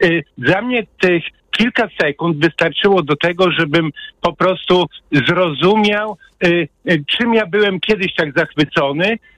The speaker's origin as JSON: {"language": "Polish", "town": "Hajnówka", "region": "Podlaskie Voivodeship", "country": "Poland", "tie": "born or raised there", "said": "ja się wychowałem w Hajnówce, mała miejscowość przy białoruskiej granicy, w pobliżu Puszczy Białowieskiej, w warunkach takich dosyć spartańskich, wychodek na zewnątrz"}